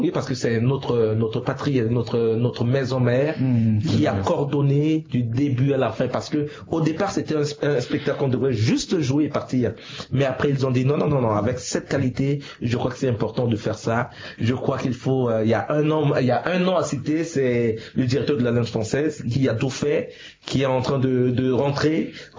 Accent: Central African Republic; On vient de la Centrafrique.

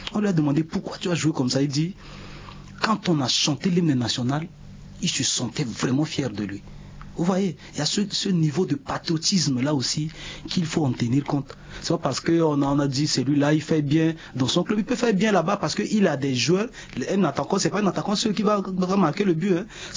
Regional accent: Central African Republic; Je suis centrafricain

